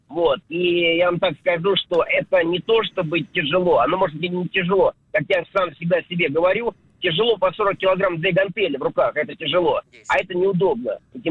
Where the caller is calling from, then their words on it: Stavropol, Stavropol Krai, Russia; я из Ставрополя звоню, сам подрабатываю курьером.